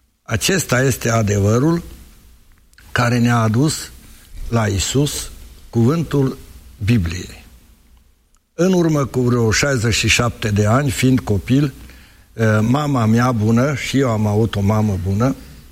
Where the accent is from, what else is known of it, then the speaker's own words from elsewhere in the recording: Mureș County, Romania; în sat la mine, la noi în sat, tot în județul Mureș